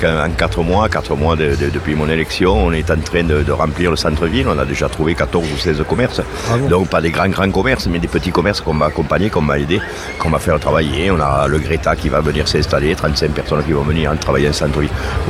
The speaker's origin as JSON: {"language": "French", "town": "Pamiers", "region": "Occitanie", "country": "France", "tie": "born or raised there", "said": "Je suis un pur à Pamiers, je suis né à Pamiers, j'ai grandi à Pamiers, j'ai fait mes écoles à Pamiers et j'ai travaillé à Pamiers."}